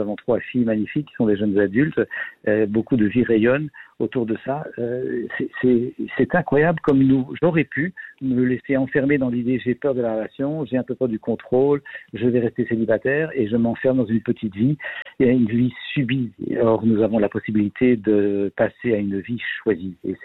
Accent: Belgium; j'ai 68 ans en Belgique, je suis belge, la retraite est à 65.

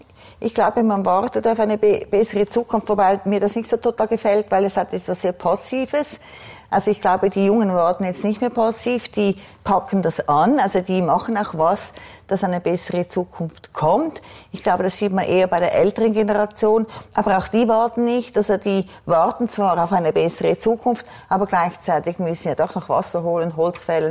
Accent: Switzerland; moved away as an adult; also born or lived in South Africa; als Schweizer

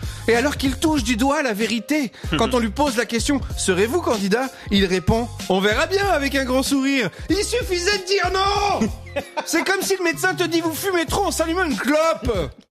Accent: France; Et je le dis en tant que Français.

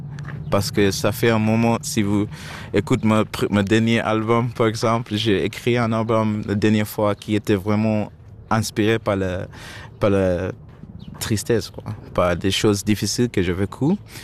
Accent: Zimbabwe; first language Shona; French is a second language; pris d'un proverbe dans ma langue maternelle Shona

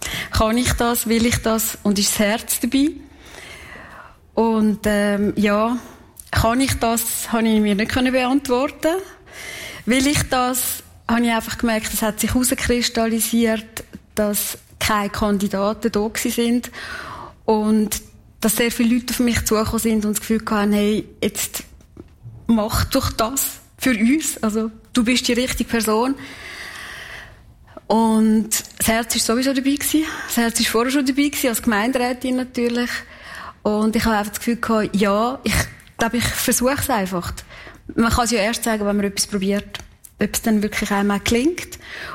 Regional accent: Kaltbrunn, St. Gallen, Switzerland; born or raised there

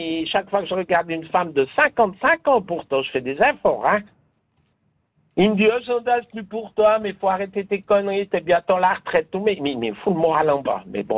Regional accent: Lausanne, Vaud, Switzerland; also born or lived in Montreux; Je suis né à Lausanne, j'ai fait 5 ans à Lausanne. Après, j'ai fait Cublan, Montreux, j'ai tout fait.

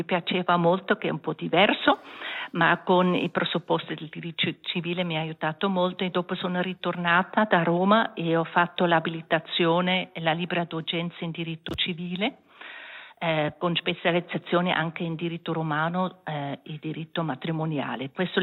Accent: German-speaking Switzerland, Switzerland; sono svizzera tedesca

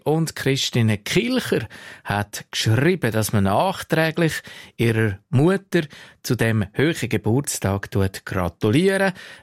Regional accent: Rüegsau, Bern, Switzerland; Jetzt der … meine Heimat

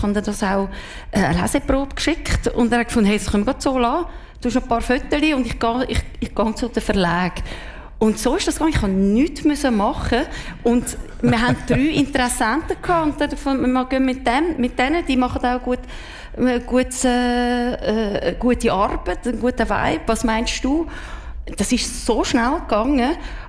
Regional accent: Switzerland; Und das habe ich ein bisschen schade gefunden, weil ich bin doch eine Schweizerin.

